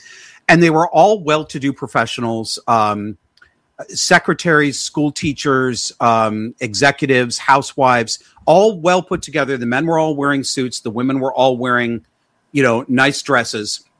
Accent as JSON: {"language": "English", "region": "New York", "country": "United States", "accent": "upstate New York twang", "said": "I deliberately changed my accent and got rid of the upstate New York twang. Sometimes it comes out a little bit, but this used to be normal."}